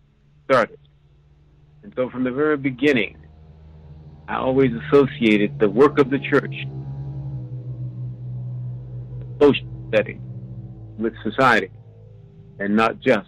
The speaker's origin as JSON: {"language": "English", "town": "Columbus", "region": "Ohio", "country": "United States", "said": "in 1950, I was taken to a minstrel show in Dawson, Georgia, when I was visiting from Columbus, Ohio, back in Dawson at the age of 9."}